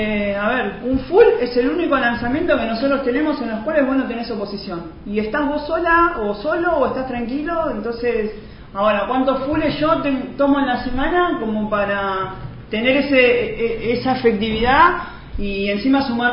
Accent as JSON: {"language": "Spanish", "country": "Argentina", "said": "nosotros como argentinos"}